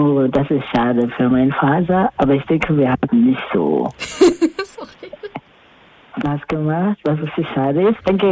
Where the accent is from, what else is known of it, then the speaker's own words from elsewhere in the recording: Kenya; moved away; Ich komme aus Kenia